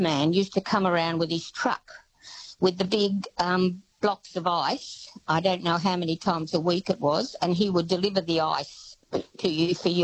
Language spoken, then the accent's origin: English; Hunters Hill, New South Wales, Australia; now in Marrickville, Australia; I was brought up in Hunters Hill, and in our street, my mother purchased the first fridge in the street